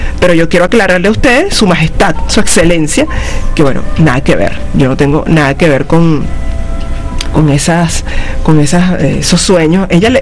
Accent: Venezuela; moved away; Mira, yo me fui de Venezuela, pero no porque soy patriota. Me fui de Venezuela

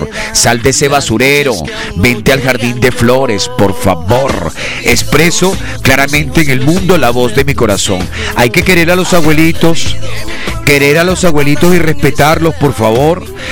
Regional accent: Venezuela; soy venezolano y estoy aquí en el territorio con ustedes.

